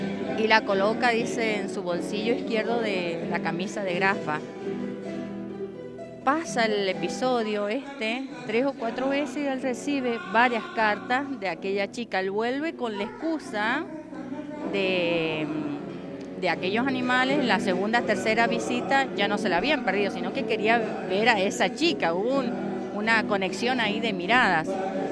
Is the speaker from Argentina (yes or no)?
yes; Chacritas, Argentina; En Chacritas, sería 15 kilómetros del departamento de La Paz, del otro lado del río Tuyán, que actualmente está seco.